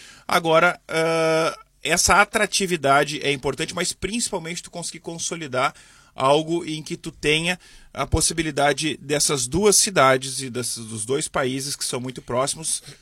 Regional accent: Novo Hamburgo, Rio Grande do Sul, Brazil; Eu sou natural de Novo Hamburgo.

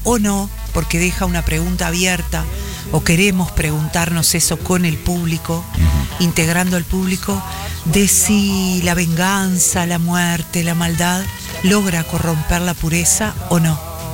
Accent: Rivera, Uruguay; also born or lived in Tacuarembó; Yo soy nacida en Tacuarembó, pero viví hasta los 6 años acá en Rivera.

